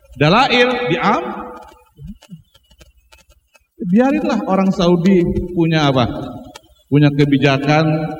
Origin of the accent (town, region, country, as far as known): Indonesia; also born or lived in Syria